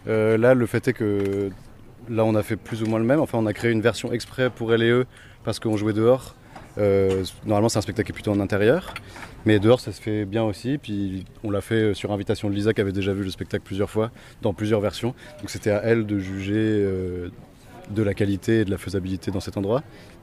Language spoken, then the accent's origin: French; Tours, Centre-Val de Loire, France; je viens de Tours, de Maitrey.